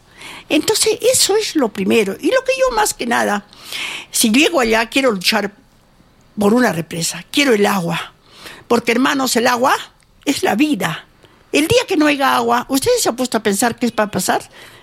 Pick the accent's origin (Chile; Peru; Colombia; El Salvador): Peru; nosotros somos peruanos.